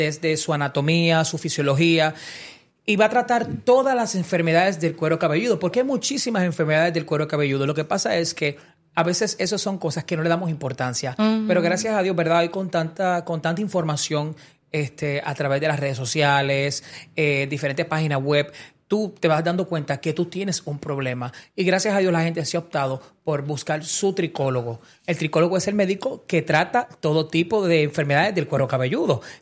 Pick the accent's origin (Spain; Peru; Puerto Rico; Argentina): Puerto Rico; moved away as an adult; now in Dominican Republic; yo soy puertorriqueño. Tengo ya 16 años en República Dominicana. Yo llegué aquí a estudiar.